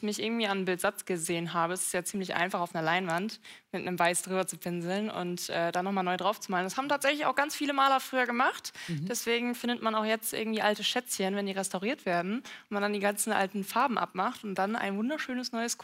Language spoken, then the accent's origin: German; Düsseldorf, North Rhine-Westphalia, Germany; Ich komme ja aus Düsseldorf